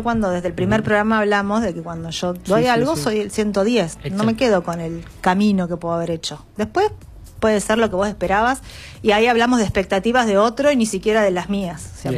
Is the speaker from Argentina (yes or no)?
yes; Argentina; trasciende para nosotros como argentinos